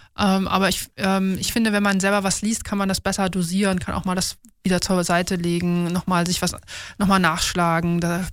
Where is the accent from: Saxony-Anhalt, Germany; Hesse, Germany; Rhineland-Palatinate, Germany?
Saxony-Anhalt, Germany; Wernigerode; Ist Wernigerode im Harz.